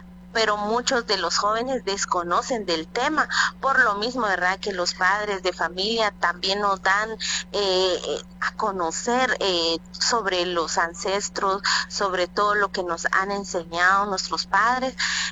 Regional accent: Santiago Atitlán, Sololá, Guatemala; yo vengo de Santiago Atitlán.

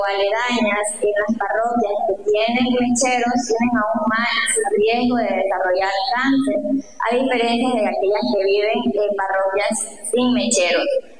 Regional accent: Ecuador; nosotros como ecuatorianos

